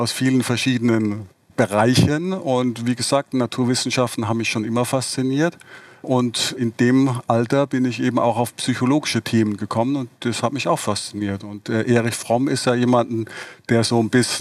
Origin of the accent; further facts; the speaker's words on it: Baden-Württemberg, Germany; ich bin ja im Raum Heidelberg aufgewachsen und habe in Karlsruhe Elektrotechnik studiert und in Mannheim Psychologie